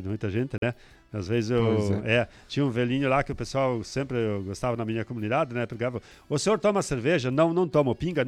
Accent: Brazil; A gente como brasileiros, né? Nós como a gente se orgulha da nossa pátria, de ser brasileiro.

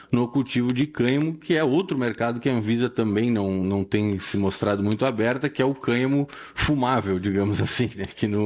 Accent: Rio Grande do Sul, Brazil; todo o vale do Taquari, do vale da cidade de Santa Cruz, do Rio, é meu estado natal

